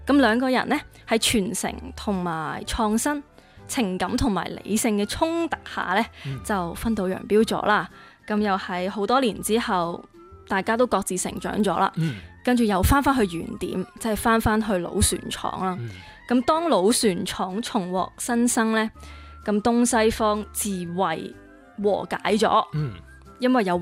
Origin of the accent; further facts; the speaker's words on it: Macau; 咁我都係澳門人